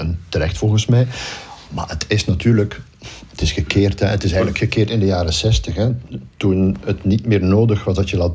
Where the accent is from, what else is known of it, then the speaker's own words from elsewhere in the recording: Poperinge, Flanders, Belgium; Ja, ik ben opgegroeid in Poperingen, in de Verre